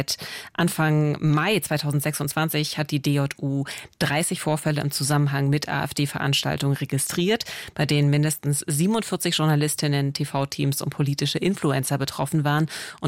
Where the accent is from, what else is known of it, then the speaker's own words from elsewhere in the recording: East Germany, Germany; ich bin selber Ostdeutsche, mich treiben die Wahlen um, die jetzt bevorstehen.